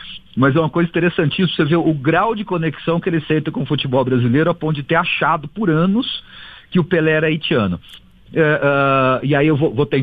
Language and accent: Portuguese; Brazil; Quando me identificavam como brasileiro